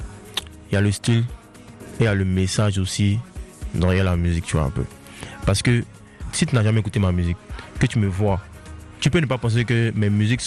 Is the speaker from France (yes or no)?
no; Bobo-Dioulasso, Hauts-Bassins, Burkina Faso; moi j'ai grandi à Bobo. À Bobo, c'est un peu le Bronx, tu vois, c'est un peu le ghetto